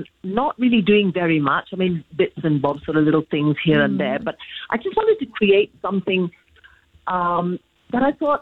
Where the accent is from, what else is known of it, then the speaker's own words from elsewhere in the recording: Singapore; also born or lived in Hong Kong; now in Bali, Indonesia; growing up in Singapore and then in Hong Kong, living in Hong Kong, you have this huge variety of food. And suddenly coming to Bali, and especially 12 years ago